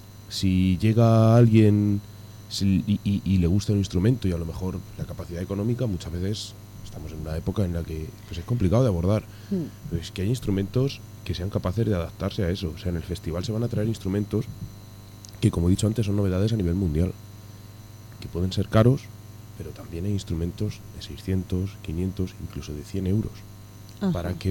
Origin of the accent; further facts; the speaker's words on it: Miguelturra, Castilla-La Mancha, Spain; now in Madrid, Spain; Miguel Turra es mi pueblo, es la zona, aunque yo por desgracia esté viviendo en Madrid